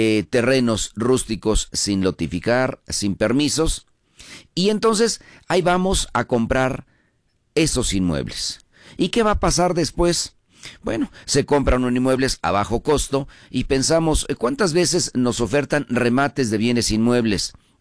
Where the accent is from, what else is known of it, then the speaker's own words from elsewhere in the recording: Mexico; yo creo que la gran mayoría de nosotros, de la población y como mexicanos, y hoy estamos con la idea de adquirir una propiedad.